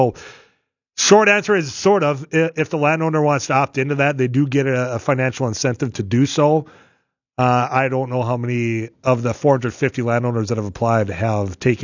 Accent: Leeds, North Dakota, United States; I mean, I'm from Leeds.

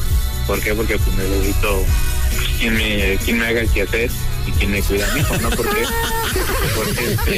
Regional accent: Chimalhuacán, State of Mexico, Mexico; now in Guadalajara, Mexico; Yo también soy nativo de allá de Chimal, pero pues vecinos de Chama, pues ando por acá.

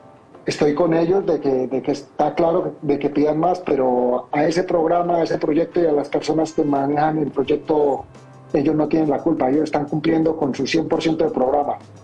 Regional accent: Colombia; Y represento a Latinoamérica y represento a Colombia y soy colombiano

